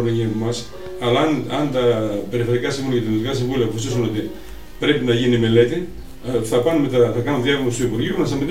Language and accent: Greek; Milia, Epirus, Greece; Ξεκινάει πρώτα από το χωριό μου, από τη Μιλιά Μετσόβου.